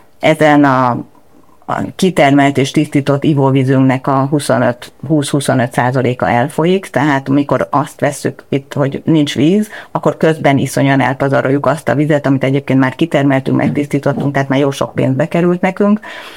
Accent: Hungary; mert ugye magyarok vagyunk

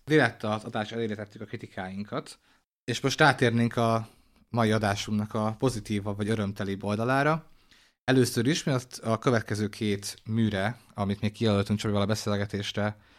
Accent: Hungary; Itt érzem maga, hát igazából sértve magyarként, úgyhogy ennek a társadalomnak a tagja vagyok

